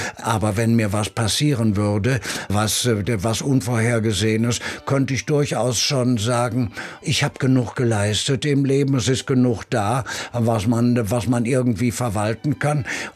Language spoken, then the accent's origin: German; Rhineland, Germany; also born or lived in Cologne; als Rheinländer wächst man einfach mit einer gewissen Leichtigkeit des Seins auf. Das gehört sozusagen dazu. Und ich komme zwar nicht aus Köln und so weiter, aber meine ureigentliche Prägung hat dann doch in Köln ihren Lauf genommen, als ich mit 18 nach dem Abitur dorthin gegangen